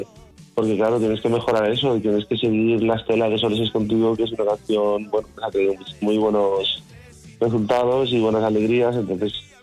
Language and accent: Spanish; Valencia, Valencian Community, Spain; nosotros somos de Valencia